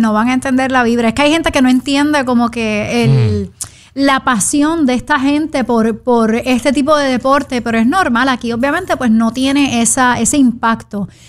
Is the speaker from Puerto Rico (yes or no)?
yes; Puerto Rico; Nosotros hablando de cuán apasionados somos nosotros los boricuas con el deporte.